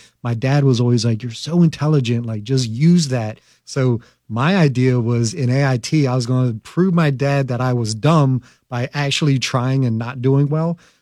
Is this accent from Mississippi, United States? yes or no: no; Cochranville, Pennsylvania, United States; moved away as an adult; also born or lived in Atglen, Pennsylvania; I went to Octorara in a little town called Acklin, although I was raised in Cockinville, which was just a couple miles down the road.